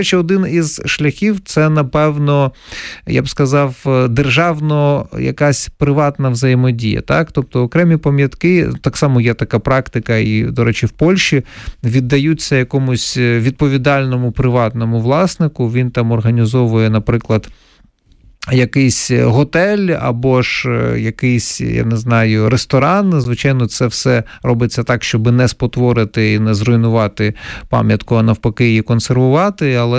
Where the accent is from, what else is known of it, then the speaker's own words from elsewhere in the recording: Donetsk Oblast, Ukraine; Я родом із Донеччини